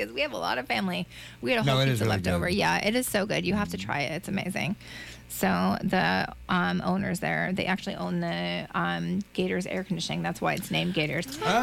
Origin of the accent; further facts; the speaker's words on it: New Jersey, United States; now in Florida, United States; because I'm from Jersey.